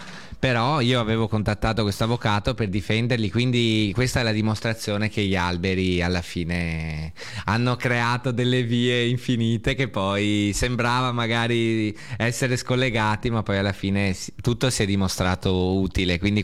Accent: Veneto, Italy; quest'anno siamo noi il Veneto

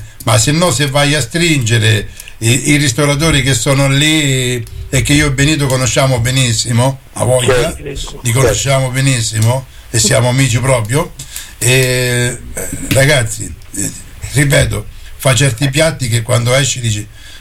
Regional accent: Fermo, Marche, Italy; Guarda, Dario, ti posso dire che io so che sono di Fermo.

